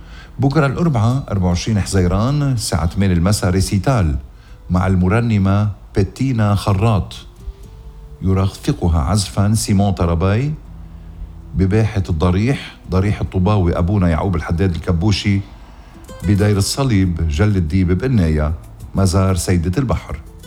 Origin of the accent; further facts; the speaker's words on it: Ghazir, Keserwan-Jbeil, Lebanon; ابن ضيعتي الحلوة غزير